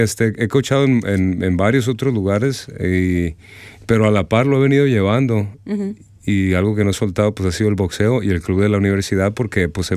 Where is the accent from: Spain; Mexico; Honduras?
Mexico; Culiacán, Sinaloa; Sí, soy de Culiacán, Sinaloa, de la parte noroeste del país.